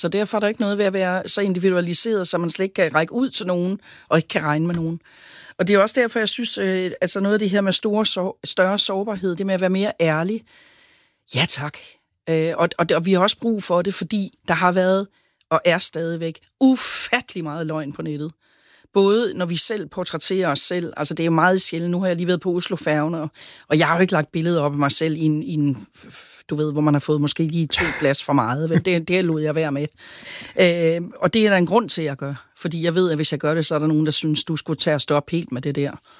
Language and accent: Danish; Sønderborg, Region of Southern Denmark, Denmark; Det gjorde man sgu ikke i 60'erne hjemme i Sønderborg. Der kunne du bare gå ned af gaden i din islændersvætter med din hårbørst i lommen på din korberjak, og så se, hvad der sker.